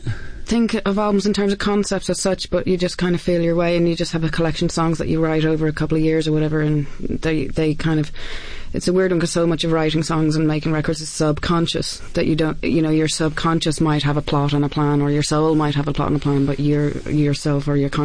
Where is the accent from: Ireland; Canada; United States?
Ireland; And also being Irish, I'm pretty pagan.